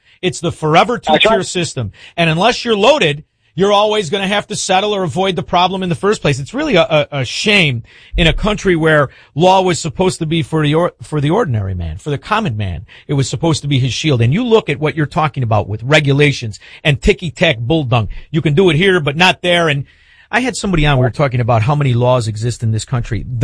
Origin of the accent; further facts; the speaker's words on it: Chicago, Illinois, United States; But I always knew, I'm from Chicago, I always knew what the IRS Gestapos were